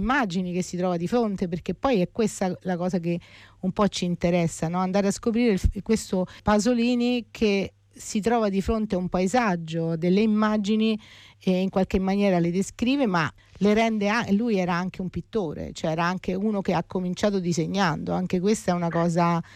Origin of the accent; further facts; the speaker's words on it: Rome, Lazio, Italy; io te lo dico da romana